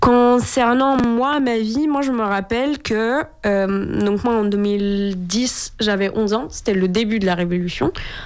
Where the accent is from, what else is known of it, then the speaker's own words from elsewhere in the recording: Syria; J'ai grandi en Syrie, entre le camp de réfugiés palestiniens et une autre ville